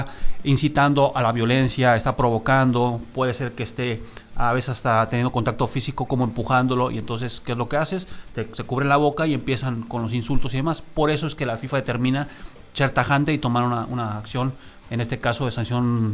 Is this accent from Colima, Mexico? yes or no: no; Tecate, Baja California, Mexico; also born or lived in Mexico City; en la ciudad que yo crezco, donde yo me desarrollo, porque soy nacido en la Ciudad de México, pero crezco en la ciudad de Tecate, California